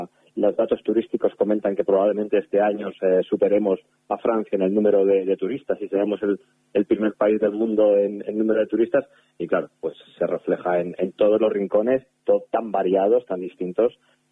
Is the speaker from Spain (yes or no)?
yes; Santander, Cantabria, Spain; now in Madrid, Spain; Yo soy cántabro, soy de Santander, y entonces también me quedo a veces alucinando de los rincones que hay en Cantabria, ¿no?